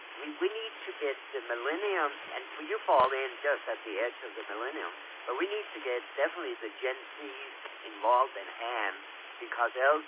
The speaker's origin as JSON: {"language": "English", "country": "Denmark", "tie": "born or raised there", "moved": "yes", "said": "I'm born and raised in Denmark"}